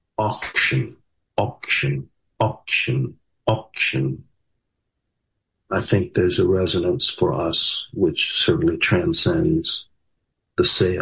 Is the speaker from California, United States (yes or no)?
yes; Los Angeles, California, United States; also born or lived in Berkeley, United States; we moved from Berkeley, California, which is where I was born, to Los Angeles, California, which is where I grew up.